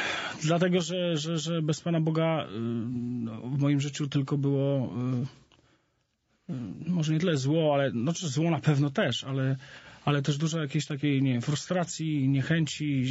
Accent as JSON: {"language": "Polish", "region": "northern Poland", "country": "Poland", "said": "Ja pochodzę z małej miejscowości, takiej 30-tysięcznej miejscowości na północy Polski."}